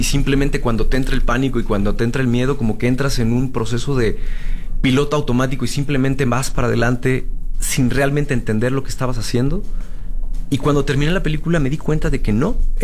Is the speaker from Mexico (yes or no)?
yes; Mexico; cambiar un poco la visión de lo que somos como mexicanos.